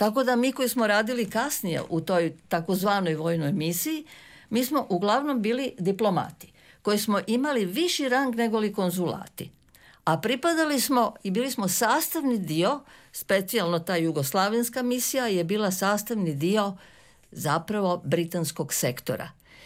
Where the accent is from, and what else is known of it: Croatia